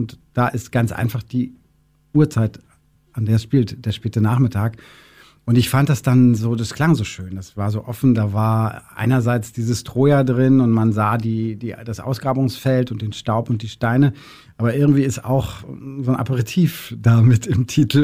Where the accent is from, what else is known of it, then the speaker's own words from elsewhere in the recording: Schwerin, Mecklenburg-Vorpommern, Germany; Als ganz kleines Kind, also schlimmer als Mecklenburger wie ich. Es gibt in Schwerin, wo ich herkomme